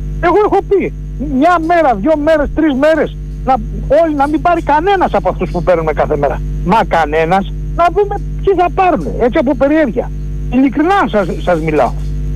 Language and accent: Greek; Aigio, Western Greece, Greece; από το Αίγιο.